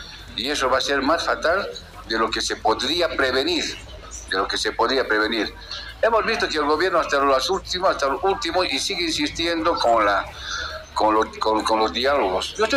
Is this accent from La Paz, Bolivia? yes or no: no; Cochabamba, Bolivia; Yo les digo de verdad, yo soy de Cochabamba.